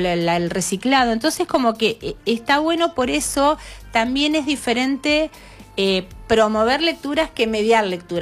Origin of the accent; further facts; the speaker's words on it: Victorica, La Pampa, Argentina; yo soy de un pueblo